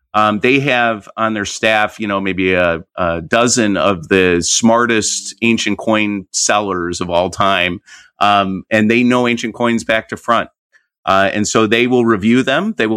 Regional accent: United States; obviously I'm from America, and one of the things that I think we're coming to reckon with is that we don't know history very well here in this country.

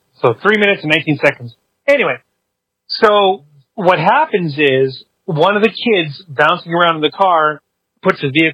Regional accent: Seattle, Washington, United States; Okay, so born and raised in Seattle

